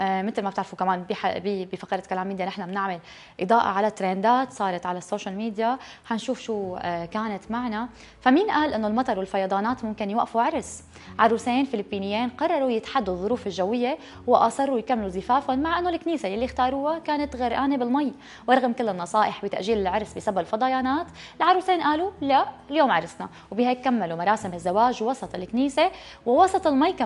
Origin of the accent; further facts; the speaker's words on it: Syria; جميعنا كسوريين حسينا بهذا الألم